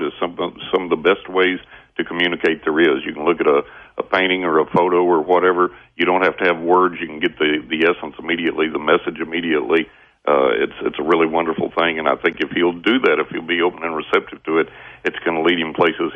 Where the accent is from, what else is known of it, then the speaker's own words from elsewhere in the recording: Texas, United States; Well, I am from West Texas, Lance.